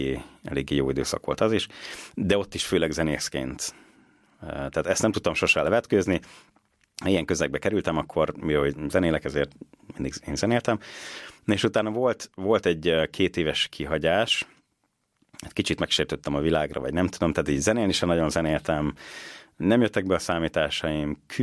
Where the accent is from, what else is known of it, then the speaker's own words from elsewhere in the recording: Debrecen, Hajdú-Bihar, Hungary; végülis debreceniként büszkeségnek is mondhatnám